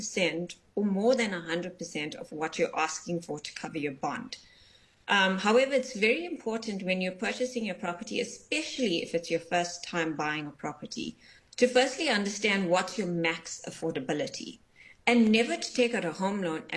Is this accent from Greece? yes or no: no; South Africa; as a young female growing up in South Africa.